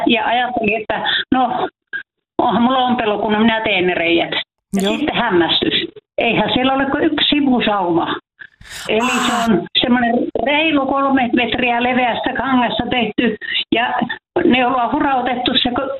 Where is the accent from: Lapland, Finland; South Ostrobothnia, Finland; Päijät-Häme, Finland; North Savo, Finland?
Lapland, Finland; Kemijärvi; No niin, joo, minä olen Kemijärveltä. Minä olen se mummo, joka on aikaisemmin soittanut.